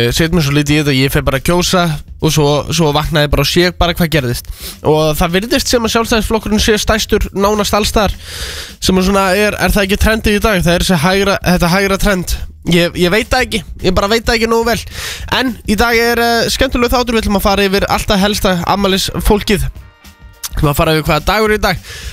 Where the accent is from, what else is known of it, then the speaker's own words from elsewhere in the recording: Hafnarfjörður, Capital Region, Iceland; ég er náttúrulega Hafnfirðingur